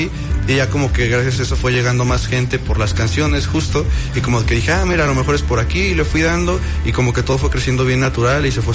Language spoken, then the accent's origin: Spanish; Tenancingo, State of Mexico, Mexico